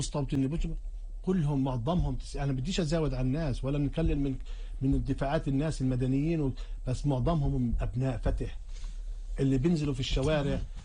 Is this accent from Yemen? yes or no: no; Palestine; احنا كشعب فلسطيني موحد